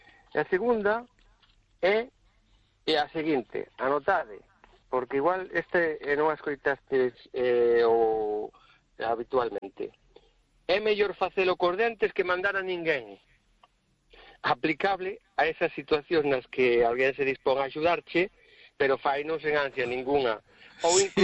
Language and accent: Galician; Quiroga, Galicia, Spain; eu como son de Quiroga, non está moi lonxe do barco, pois farei unhas pesquisas.